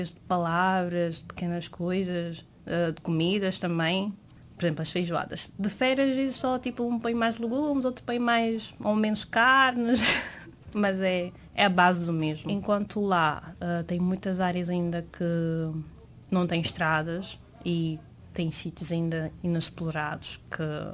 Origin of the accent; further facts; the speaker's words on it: Guinea-Bissau; moved away as an adult; also born or lived in Portugal; now in Porto, Portugal; eu tenho 24 anos, sou da Guiné-Bissau, nasci aqui, mas fui criada lá. Vim aqui em 2021 para vir estudar